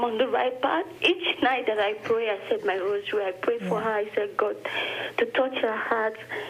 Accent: Nigeria; now in Quincy, United States; I'm from Nigeria, and I have a problem with my mother-in-law

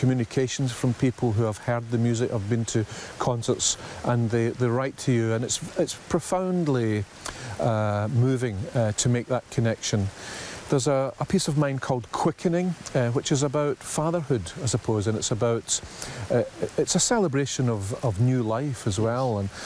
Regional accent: Scotland, United Kingdom; both as a Scot and as a British composer

